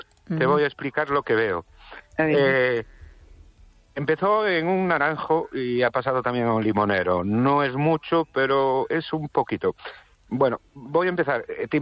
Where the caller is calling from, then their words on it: Ourense, Galicia, Spain; de Ourense.